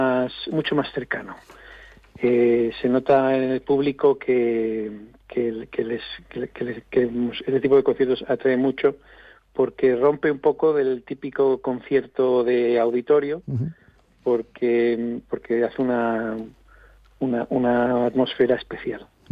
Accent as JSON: {"language": "Spanish", "region": "Asturias", "country": "Spain", "said": "porque yo soy de Asturias y sería impensable hacer esto aquí."}